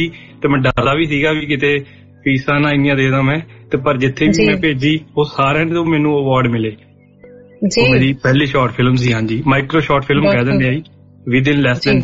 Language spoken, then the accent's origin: Punjabi; Poola, Punjab, India; also born or lived in Cairns; now in Melbourne, Australia; ਮੈਂ ਐਕਚੁਲੀ ਪੰਜਾਬ ਤੋਂ ਬਠਿੰਡਾ ਜ਼ਿਲ੍ਹੇ ਤੋਂ ਹਾਂ ਜੀ। ਮੇਰਾ ਪਿੰਡ ਪੂਲਾ ਬਠਿੰਡੇ ਦੇ ਬਿਲਕੁਲ ਨਜ਼ਦੀਕ